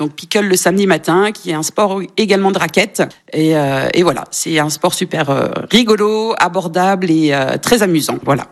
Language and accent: French; Grand Est, France; now in Châteauroux, France; Je viens des Vosges à l'origine et je suis arrivée du côté de l'Indre il y a une petite vingtaine d'années.